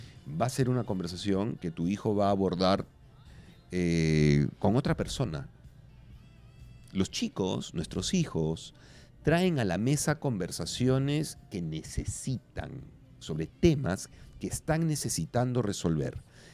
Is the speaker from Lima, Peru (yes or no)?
yes; Lima, Peru; los limeños somos muy quejones con el clima